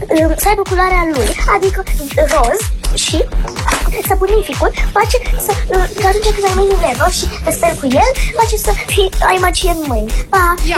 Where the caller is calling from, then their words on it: Bucharest, Romania; din București, am 7 ani